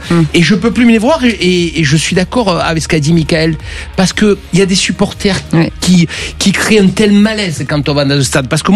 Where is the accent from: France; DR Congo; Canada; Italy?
France; Marseille, Provence-Alpes-Côte d'Azur; Vous savez que je suis marseillais, Philippe David.